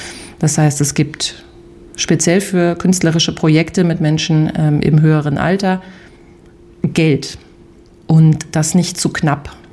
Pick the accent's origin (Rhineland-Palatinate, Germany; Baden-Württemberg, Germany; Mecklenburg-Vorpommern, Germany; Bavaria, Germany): Rhineland-Palatinate, Germany; Frankenthal; mindestens im Oktober auch noch eine Show haben in Frankenthal in meiner Heimatstadt, wo ich mich sehr drauf freue